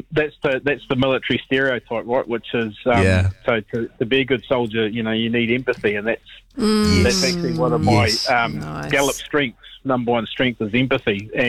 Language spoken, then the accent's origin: English; Whanganui, Manawatū-Whanganui, New Zealand; Whanganui, my hometown.